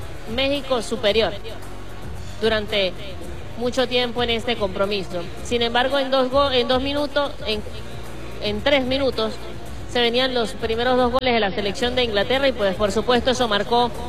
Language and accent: Spanish; Venezuela; nosotros como venezolanos